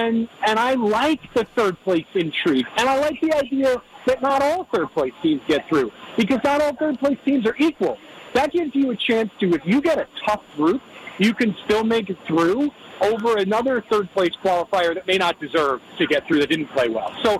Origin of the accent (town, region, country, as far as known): United States